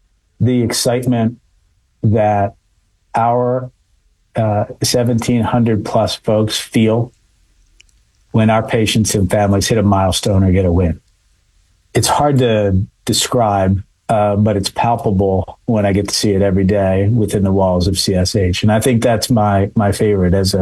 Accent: Philadelphia, Pennsylvania, United States; my hometown, Philadelphia, shout out to Philly.

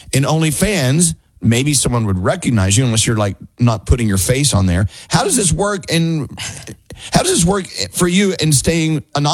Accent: Texas, United States; You're from Oklahoma. I'm from Texas. We live in the land of denial down there, and it's safer that way.

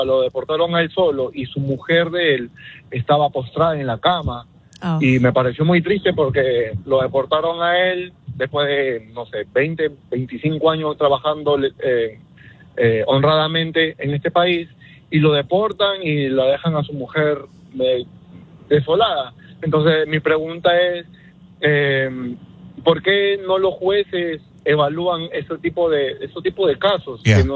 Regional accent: Peru; now in Lancaster, United States; yo soy peruano, vivo aquí en Lancaster, Pensilvania

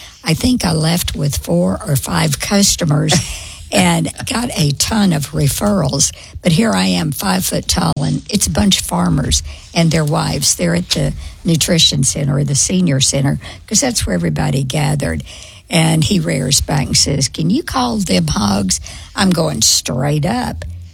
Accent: Arkansas, United States; And I was from Arkansas

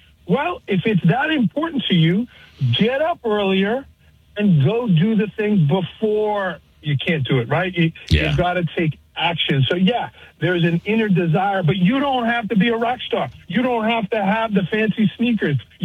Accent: New York City, New York, United States; I'm from Staten Island, New York. I can't shake it.

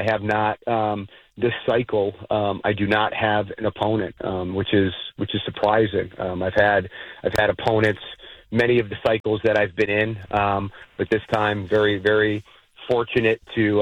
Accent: Westfield, Massachusetts, United States; So my hometown is Westfield, Massachusetts.

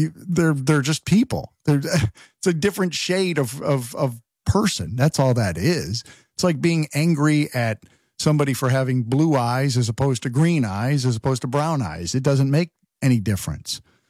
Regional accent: East Hartford, Connecticut, United States; I grew up in Connecticut and we had, I grew up in a, not a little town, but a suburb of Hartford called East Hartford, ironically. And it's a, you know, lower middle class type of hardworking blue collar town

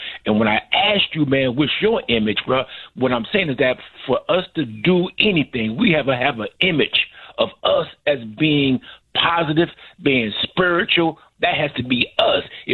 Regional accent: Connecticut, United States; I'm from Connecticut, and I'm even hearing, man, that you're doing some good work, bro.

